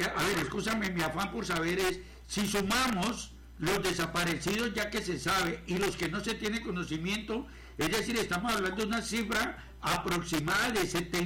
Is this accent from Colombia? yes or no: yes; Colombia; now in Villavicencio, Colombia; nosotros como colombianos